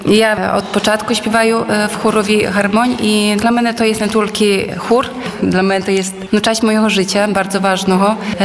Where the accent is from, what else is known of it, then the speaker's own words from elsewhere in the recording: Łosinka, Podlaskie Voivodeship, Poland; now in Hajnówka, Poland; No, ja na przykład dojeżdżaję z Hajnówki, ale pochodzę z Łosinki i też jakby, no, związana no, sercem z Łosinki, tak, bo tutaj wychowała się, tutaj chodziła do szkoły